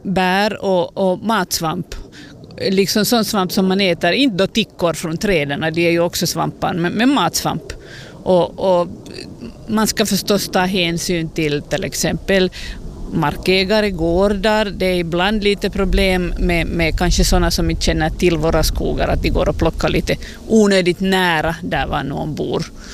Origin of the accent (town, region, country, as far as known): Finland